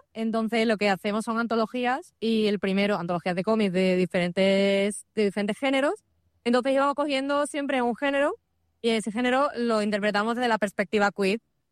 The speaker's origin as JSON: {"language": "Spanish", "town": "Seville", "region": "Andalusia", "country": "Spain", "said": "yo soy sevillana, pero mis abuelos, como son salmantinos"}